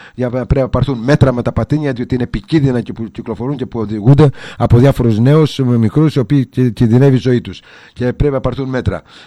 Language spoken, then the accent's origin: Greek; Greece; Είμαστε Έλληνες και η Ελλάδα είναι ευλογημένη χώρα.